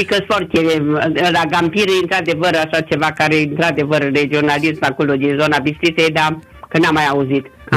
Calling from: Cluj County, Romania

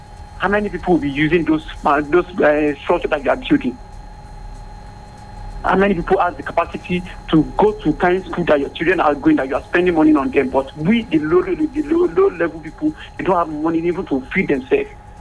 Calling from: Nigeria; I'm calling from Apayawo Village, Akron Road.

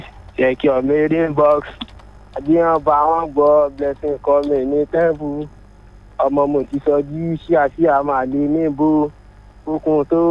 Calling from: Osun, Nigeria; from Onyo, Osun State.

